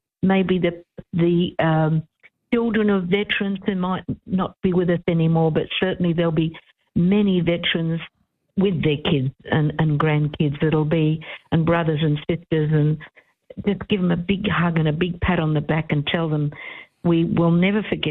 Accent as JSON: {"language": "English", "country": "Australia", "said": "So, I'm glad I'm Australian"}